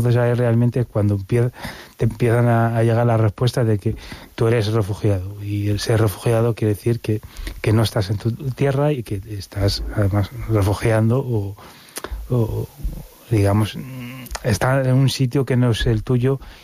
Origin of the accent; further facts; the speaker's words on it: Río de Oro, Western Sahara; also born or lived in Ciudad Real, Spain / Madrid, Spain; now in A Coruña, Spain; yo soy saharaui